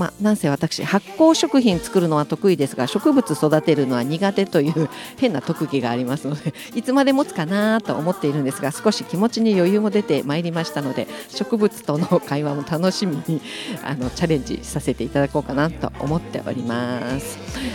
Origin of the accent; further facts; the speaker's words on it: Okinawa, Japan; moved away as an adult; now in San'in region, Japan; 沖縄、私実は沖縄出身なんですが